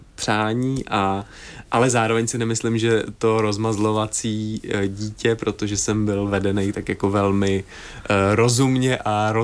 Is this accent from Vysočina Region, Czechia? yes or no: yes; Havlíčkův Brod, Vysočina Region, Czechia; S maminkou se potkali, tuším, no, na nějaký diskotéce, někde právě u nás v Havlíčkově Brodě ve městě.